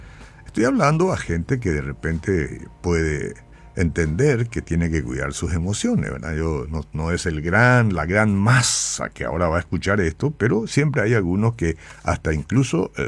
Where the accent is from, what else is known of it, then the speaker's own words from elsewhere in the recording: Paraguay; El marcador es un dato, no una sentencia sobre quiénes somos nosotros los paraguayos.